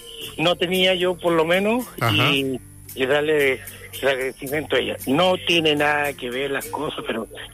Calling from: Río Bueno, Los Ríos, Chile; Yo soy de Río Bueno.

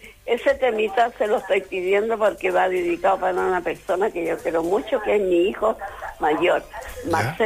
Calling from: Vallenar, Atacama, Chile; de Vallenar.

